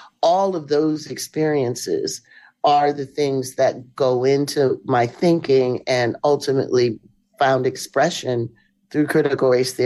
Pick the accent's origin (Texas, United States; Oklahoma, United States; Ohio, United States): Ohio, United States; Canton; So my mother was born and raised in Canton, Ohio. I was born and raised in Canton, Ohio.